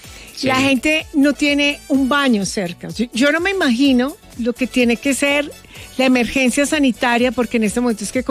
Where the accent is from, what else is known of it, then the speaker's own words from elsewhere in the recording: Eje Cafetero, Colombia; O sea, desde mi tierra en el eje cafetero, señora. Porque usted sabe historia que yo soy como el paisaje cultural cafetero, patrimonio del eje cafetero, todo.